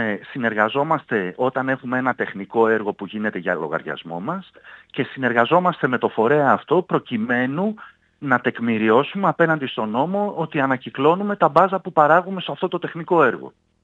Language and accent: Greek; Greece; γιατί εμείς σαν Έλληνες